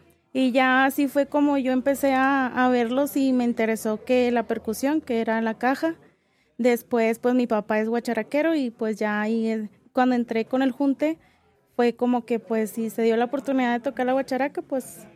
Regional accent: Juárez, Nuevo León, Mexico; tengo 25 años, toco la guacharaca con el … vengo desde Juárez, Nuevo León.

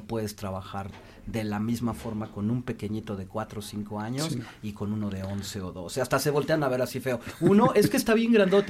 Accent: Cuautitlán Izcalli, State of Mexico, Mexico; moved away; yo soy de Cuautitlán Izcalli.

